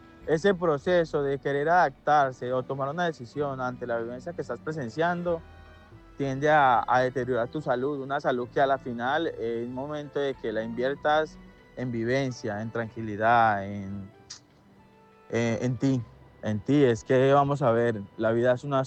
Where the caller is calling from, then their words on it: Colombia; Estoy bien escuchando el programa. Realmente, bueno, soy colombiano primero que todo. Tengo 30 años.